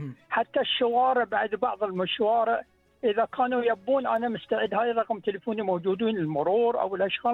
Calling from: Bahrain; وهذه بلدتي لازم أحافظ عليها.

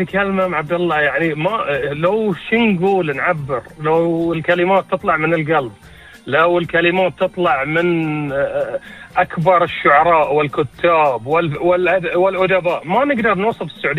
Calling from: Bahrain

